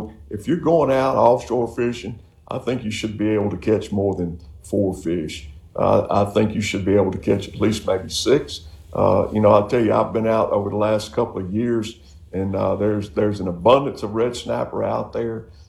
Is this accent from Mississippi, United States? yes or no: yes; Mississippi, United States; born or raised there